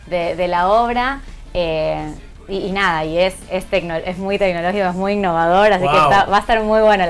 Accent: Ecuador; perdón la ignorancia, soy de Ecuador

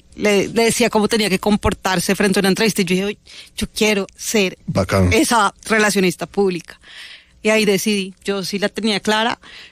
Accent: Bogotá, Colombia; also born or lived in Popayán / Santa Marta / Riohacha / Pamplona; Nací en Popayán. Ok. Pero pues he vivido en Bogotá la mayor parte de mi vida, pero también he vivido en Santa Marta, en Riohacha, en Pamplona.

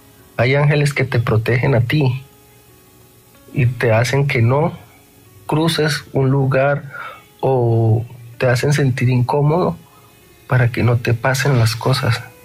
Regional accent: Cali, Valle del Cauca, Colombia; Ahí vos a ver, yo soy de Cali, ¿eh?

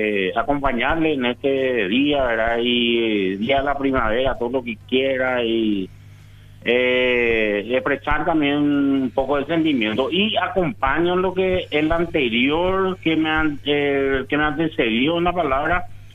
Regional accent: San Carlos, Concepción, Paraguay; born there; Y ahí nacimos toditos en San Carlos. Concepción.

